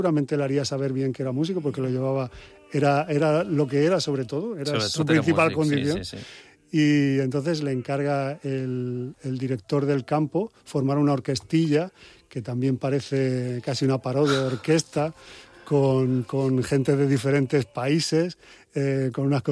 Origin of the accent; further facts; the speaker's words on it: Alicante, Valencian Community, Spain; Yo soy alicantino.